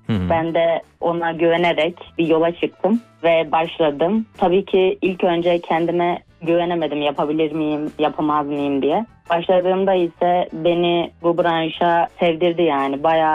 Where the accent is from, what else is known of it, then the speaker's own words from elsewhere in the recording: Bor, Niğde, Turkey; born there; 2005 Niğde Bor doğumluyum.